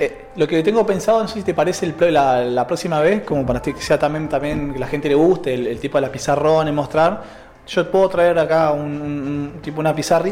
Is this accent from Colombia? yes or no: no; Argentina